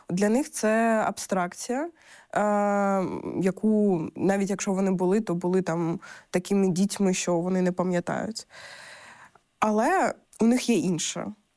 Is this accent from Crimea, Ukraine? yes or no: yes; Simferopol, Crimea, Ukraine; і я з Сімферополя.